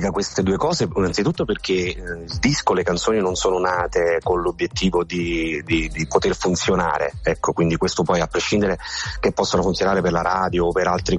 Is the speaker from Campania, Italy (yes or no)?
yes; Naples, Campania, Italy; moved away; also born or lived in Rome / Milan; mi sono avvicinato alle mie radici, alla mia terra, anche perché io sono nato un po' da lì